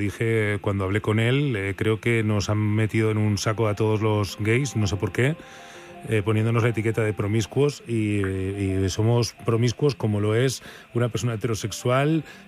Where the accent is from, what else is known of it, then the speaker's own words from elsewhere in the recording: Burgos, Castile and León, Spain; Ah, muy bien, por el norte, allá por mi tierra, por Burgos.